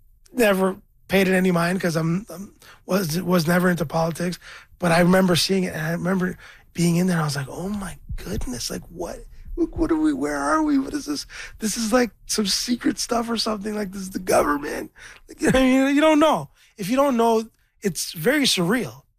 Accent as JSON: {"language": "English", "town": "Scarborough", "region": "Ontario", "country": "Canada", "said": "I'm from Scarborough. I'm a rapper."}